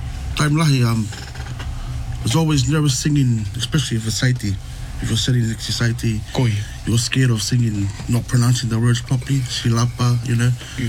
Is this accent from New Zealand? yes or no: yes; New Zealand; growing up in New Zealand, we are surrounded with so many different cultures and influences